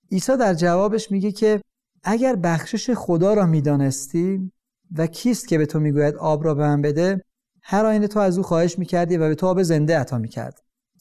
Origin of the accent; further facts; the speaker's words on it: Iran; منم ایرانی هستم